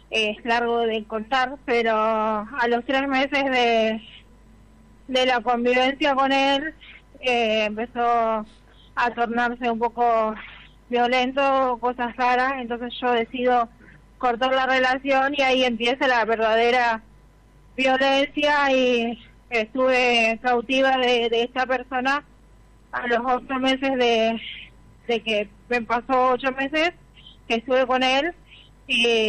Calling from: Santa Fe, Argentina; soy de Santa Fe también.

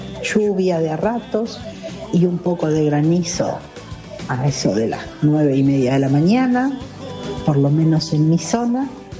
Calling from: La Plata, Buenos Aires Province, Argentina; de La Plata

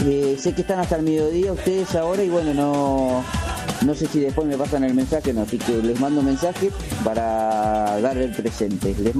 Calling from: La Tablada, Buenos Aires Province, Argentina; de Tablada

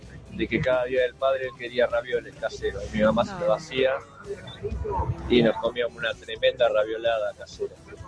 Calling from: Luján, Buenos Aires Province, Argentina; de Luján, camionero, viajando.

